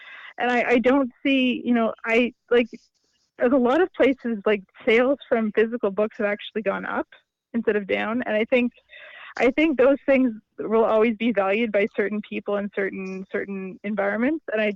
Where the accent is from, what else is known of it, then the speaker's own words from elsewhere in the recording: Nova Scotia, Canada; I'm from Nova Scotia originally, yeah.